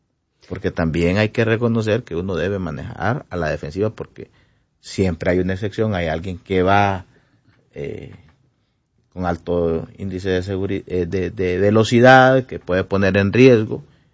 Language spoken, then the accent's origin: Spanish; Honduras; en primer lugar, como hondureños, con su familia y con todas las personas que circulan